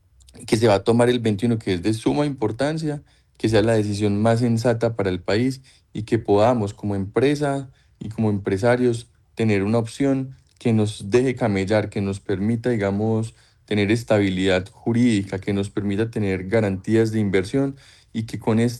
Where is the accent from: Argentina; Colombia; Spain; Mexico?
Colombia